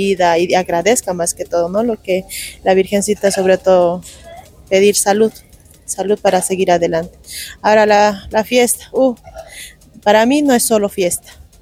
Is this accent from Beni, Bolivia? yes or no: no; Quillacollo, Cochabamba, Bolivia; porque yo hace poco que vivo aquí, soy pero de Quillacollo, ¿no?